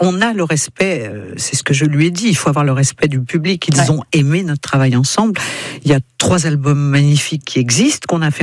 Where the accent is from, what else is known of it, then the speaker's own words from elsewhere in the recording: France; Je lui dis, oui, je suis française.